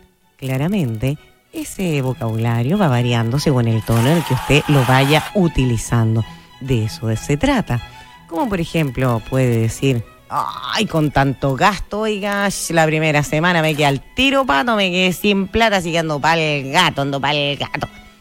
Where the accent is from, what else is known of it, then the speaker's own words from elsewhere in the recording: Chile; Hay tanta variedad en Chile. Somos grandes los chilenos, obvio.